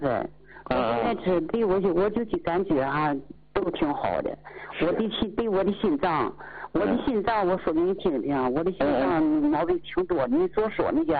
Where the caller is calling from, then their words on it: Dalian, Liaoning, China; 我是大连的。